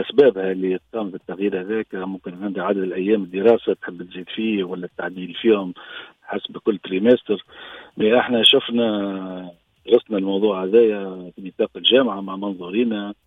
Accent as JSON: {"language": "Arabic", "country": "Tunisia", "said": "احنا تعرف في تونس"}